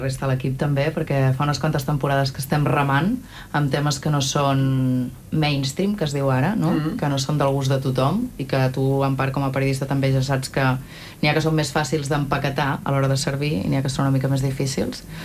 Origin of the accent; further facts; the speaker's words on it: Catalonia, Spain; Jo soc del Pla de l'Estany i n'han tancat moltíssims i tal.